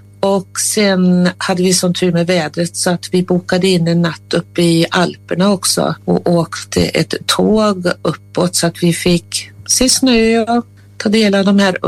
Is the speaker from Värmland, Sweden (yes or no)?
yes; Karlstad, Värmland, Sweden; Jag är uppvuxen i Karlstad och Värmland ligger ju väldigt nära Norge, så vi åkte mycket i Norge när jag var liten.